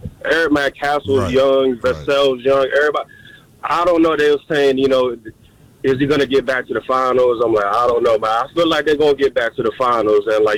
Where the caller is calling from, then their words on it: United States; I'm coming from, I'm calling from Montgomery County currently.